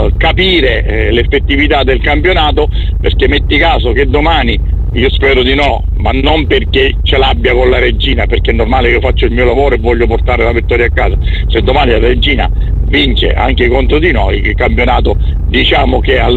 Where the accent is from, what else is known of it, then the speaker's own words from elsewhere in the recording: Catania, Sicily, Italy; detto da catanese, detto da siciliano